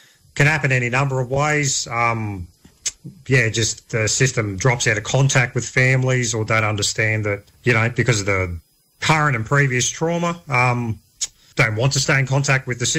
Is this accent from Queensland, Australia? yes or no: yes; Hervey Bay, Queensland, Australia; also born or lived in Eidsvold; I was born in Idesvold, but we consider Hervey Bay home. That's where the family ended up settling way back in the 1920s, I think it was.